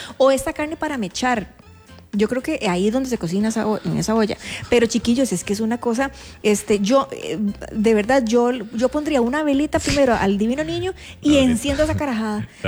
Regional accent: Costa Rica; así somos los ticos.

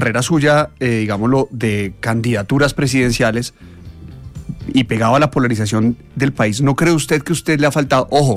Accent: Bogotá, Colombia; Yo soy de Bogotá.

